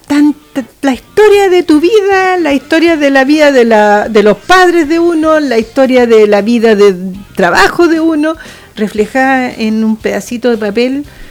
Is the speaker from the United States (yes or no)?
no; Chile; con el único fin de identificarnos más como chilenos